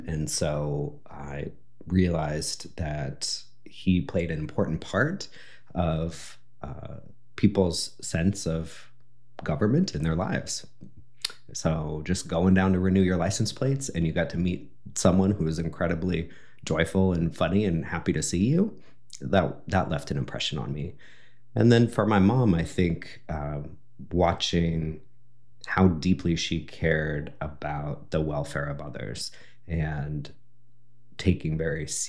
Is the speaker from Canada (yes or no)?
no; Littleton, Colorado, United States; I grew up in Littleton, Colorado, in many houses, probably 7 different houses, but always in Littleton.